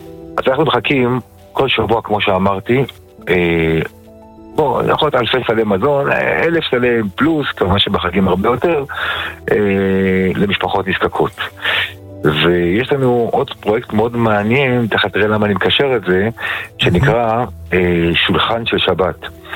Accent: Jerusalem, Jerusalem District, Israel; אני בא מבית של, בוא נקרא לזה בית מצוקתי. היינו שבעה אחים, שתי חדרים, באזור גבול מאה שערים מוסררה

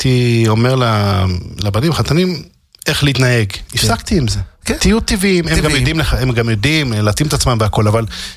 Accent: Jerusalem, Jerusalem District, Israel; אני גדלתי בירושלים

